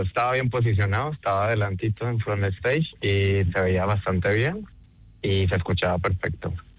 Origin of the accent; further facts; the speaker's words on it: Colombia; Pero bueno, yo soy colombiano, así que apuesto un poquito más por